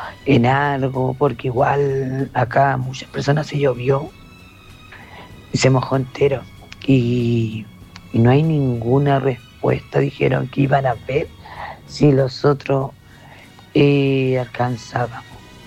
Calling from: Alto Hospicio, Tarapacá, Chile; soy de Canadela, de acá de Alto Hospicio, del barrio Emergencia. Nosotros llevamos 12 años acá viviendo, fue del terremoto

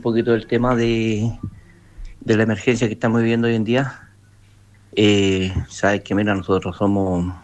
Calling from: Chile; ya nosotros somos de Doña Ángela, condominio Doña Ángela, acá en Altos Pisos.

